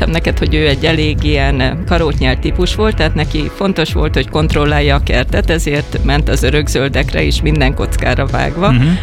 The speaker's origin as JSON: {"language": "Hungarian", "country": "Hungary", "said": "Mert én egy praktikus magyar vagyok"}